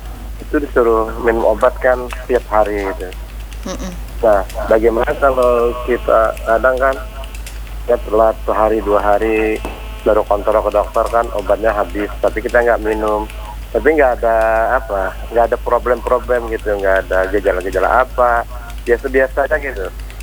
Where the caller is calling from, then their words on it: Banjar, South Kalimantan, Indonesia; kalau bahasa kita Banjar nih darah tinggi ya?